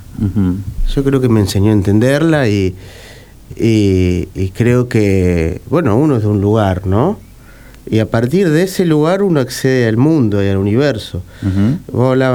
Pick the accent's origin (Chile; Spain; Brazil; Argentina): Argentina